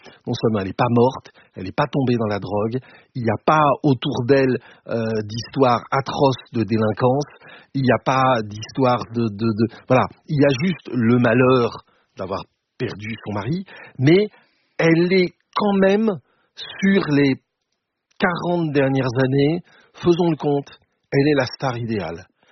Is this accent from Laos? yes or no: no; Paris, Île-de-France, France; Je ne dis pas ça parce que je suis parisien